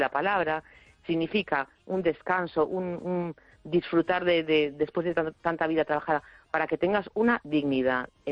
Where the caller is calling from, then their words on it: A Coruña, Galicia, Spain; de La Coruña.